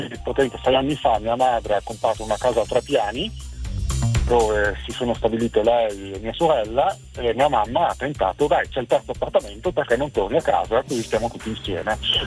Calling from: Mantua, Lombardy, Italy; sono da Mantova, ho la veneranda età di 48 anni, sono fuori di casa da ormai 15 anni

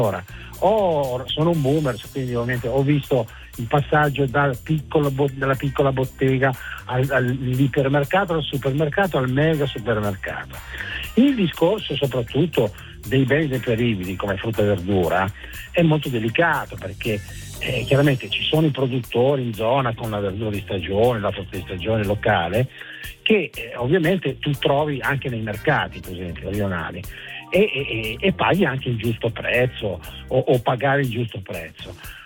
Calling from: Ivrea, Piedmont, Italy; Io sono di Eporeglia, Canavese, Torino, Ivrea.

